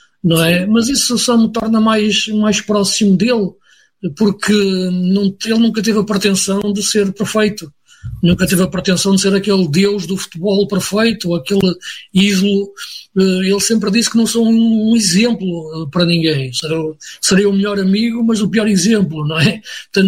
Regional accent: Porto, Portugal; also born or lived in Braga; Eu sou aqui da região do Porto, não é?

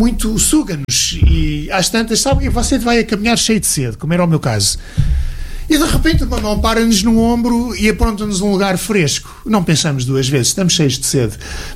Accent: Portugal; Let Kalamul Arabia, isso significa não falo árabe. Ana Portugali, sou árabe, sou português.

